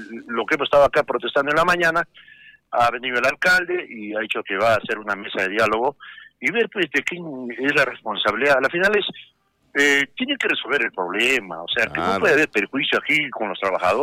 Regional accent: Arequipa, Peru; nos afecta a nosotros como arequipeños.

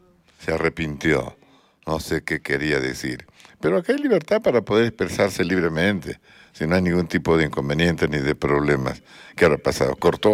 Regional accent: Arequipa, Peru; como ciudadanos peruanos y arequipeños

